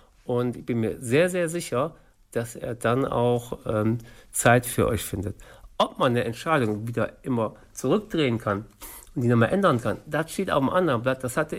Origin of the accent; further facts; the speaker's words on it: Grefrath, North Rhine-Westphalia, Germany; born or raised there